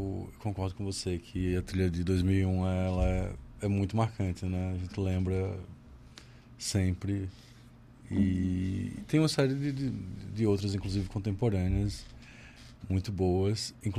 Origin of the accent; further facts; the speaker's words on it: Arapiraca, Alagoas, Brazil; Eu nasci e cresci em Arapiraca.